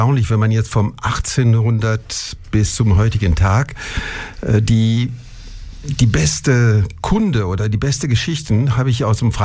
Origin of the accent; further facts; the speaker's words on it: Grand Est, France; Die Natur, weil sie erinnert mich an meine Heimat.